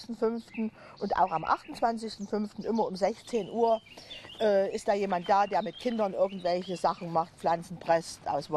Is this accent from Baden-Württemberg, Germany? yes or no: no; Saxony, Germany; born there; ich bin ja auch Sächsin von Geburt und Gemüt.